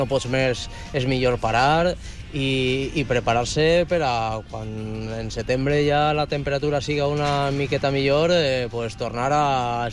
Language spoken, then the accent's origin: Catalan; L'Eliana, Valencian Community, Spain; Jo, per exemple, soc de l'Eliana, ara parlarem de la volta al peu del meu poble